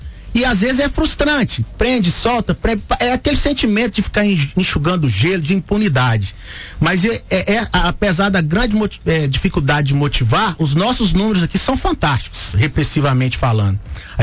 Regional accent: Caratinga, Minas Gerais, Brazil; moved away; meus familiares em Caratinga, minha terra natal, né?

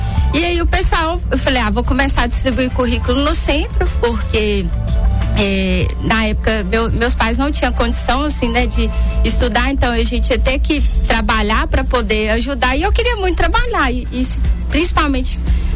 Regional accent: Belo Horizonte, Minas Gerais, Brazil; born there; now in Patinga, Brazil; Sou natural de Belo Horizonte.

